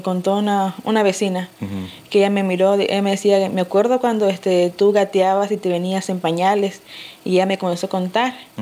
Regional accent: Estelí, Nicaragua; Sí, yo vengo de la ciudad de Estelí, Nicaragua.

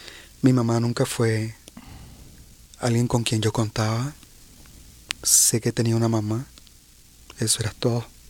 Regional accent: Nicaragua; moved away; vengo de Nicaragua, del centro de Nicaragua. Nací en el 69.

